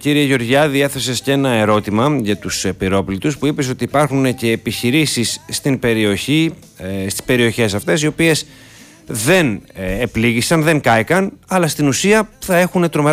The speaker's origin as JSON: {"language": "Greek", "town": "Kalamata", "region": "Peloponnese", "country": "Greece", "said": "Ναι, εντάξει, στην Καλαμάτα είμαστε."}